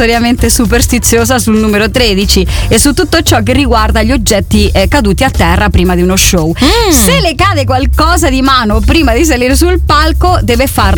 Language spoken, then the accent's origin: Italian; Catalonia, Spain; mia terra, in Catalunya, porta fortuna invece che sfortuna.